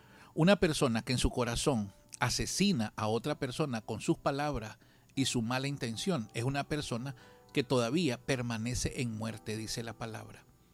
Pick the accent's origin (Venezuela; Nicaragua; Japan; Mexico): Nicaragua; nosotros somos como nicaragüenses muy alegres, muy jocosos, muy bulliciosos.